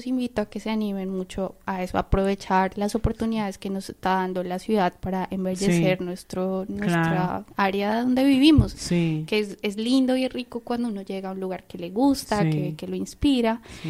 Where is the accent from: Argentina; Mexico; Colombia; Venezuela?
Colombia; Bogotá; now in Rochester, United States; yo crecí en Bogotá, que es la capital de Colombia, es una ciudad que tiene muchos árboles, pero que en realidad tú vives en conjuntos de edificios, no tanto en casas.